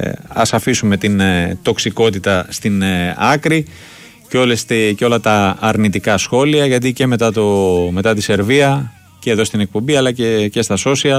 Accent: Greece; για τη χαρά που πήραμε όλοι γενικά ως Έλληνες

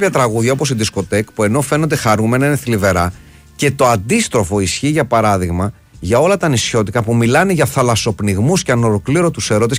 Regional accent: Athens, Attica, Greece; Είμαι και εγώ από Γκίζη.

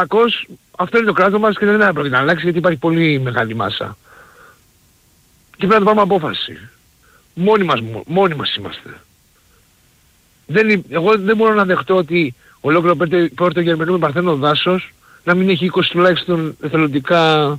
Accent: North Aegean, Greece; Εγώ είμαι από τη Σάμμο καταγωγή.

